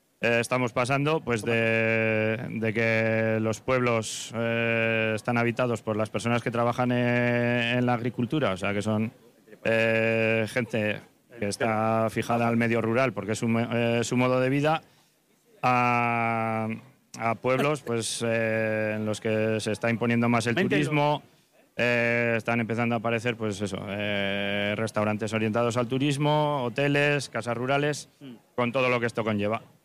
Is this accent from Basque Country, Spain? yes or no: yes; Moreda, Basque Country, Spain; yo soy de Rioja Alavesa, de Moreda en concreto.